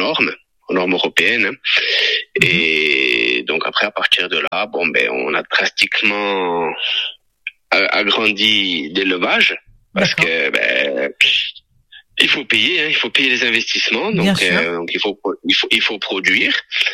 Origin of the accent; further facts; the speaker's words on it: Corsica, France; j'ai 33 ans. Je suis originaire de Serralisco-Pamen dans l'Alta Rocque.